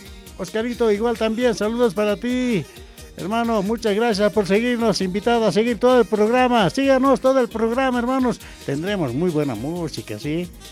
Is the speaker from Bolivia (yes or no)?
yes; Lozareta, Potosí, Bolivia; Me lo saludas a mi pueblo de Lozareta, del municipio de Chayanta, Ayllu Chayantaca, pueblo de Lozareta.